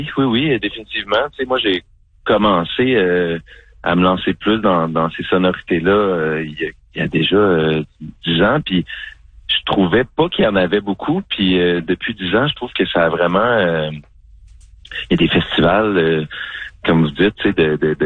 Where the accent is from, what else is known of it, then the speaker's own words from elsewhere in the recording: Saint-Hyacinthe, Quebec, Canada; j'ai grandi à Saint-Hyacinthe.